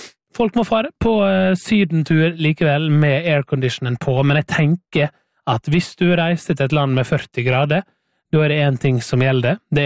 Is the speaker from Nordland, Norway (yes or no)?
no; Møre og Romsdal, Norway; now in Oslo, Norway; Og det kan jeg kjenne meg igjen ifra da jeg bodde hjemme på Sunnmøre selv